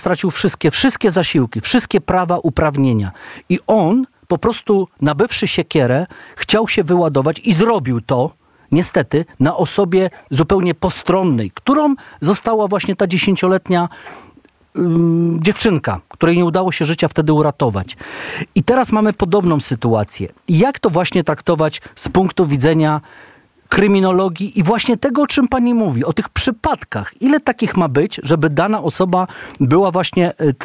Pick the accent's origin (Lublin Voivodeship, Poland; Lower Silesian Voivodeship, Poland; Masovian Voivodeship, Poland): Lower Silesian Voivodeship, Poland; Kamienna Góra; Ja pochodzę z Kamiennej Góry, z miasta, gdzie doszło 10 lat temu do makabrycznej zbrodni